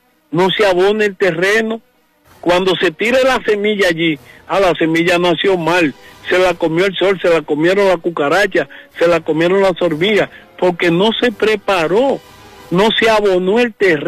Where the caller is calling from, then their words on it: Dominican Republic; lo que está viviendo la República Dominicana. Si las instituciones en mi país